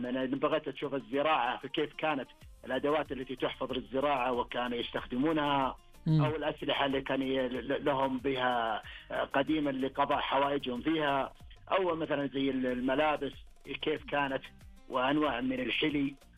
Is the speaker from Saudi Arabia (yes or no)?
yes; Saudi Arabia; على حفظ ماضي مملكتنا ومنطقتنا وقريتنا التي نعيشها.